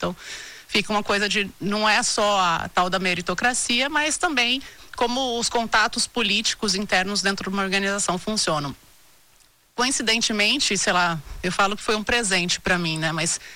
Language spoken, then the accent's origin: Portuguese; Corumbá, Mato Grosso do Sul, Brazil; tinha ali uma pequena lanchonete na cidade onde eu morava, onde eu nasci, que é Corumbá.